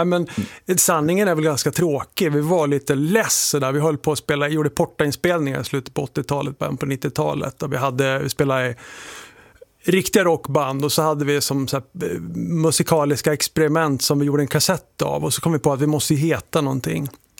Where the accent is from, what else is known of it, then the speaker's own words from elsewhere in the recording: Gävle, Gävleborg County, Sweden; moved away; jag bor ju här. Vi kommer ju från Gävle och har ju våra rötter i liksom Gävle, Gästrikland, Uppland